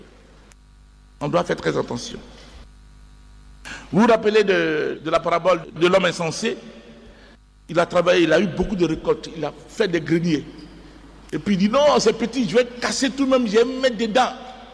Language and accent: French; Côte d’Ivoire; Chez nous, en Côte d'Ivoire, c'est ça, on dit, faut pas rire dans la bouche de celui qui grille arachide, c'est ça que ça veut dire.